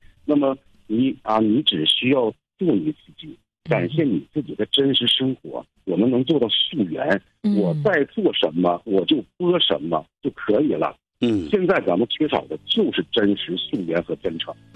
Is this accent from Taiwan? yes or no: no; Jilin, China; born or raised there